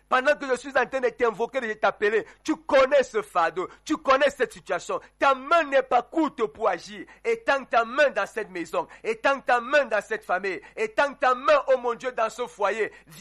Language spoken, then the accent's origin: French; Cameroon; Seigneur, en tant que Camerounais, nous pleurons.